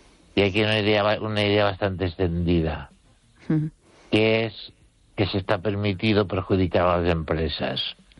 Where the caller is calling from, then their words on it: Ourense, Galicia, Spain; desde Orense.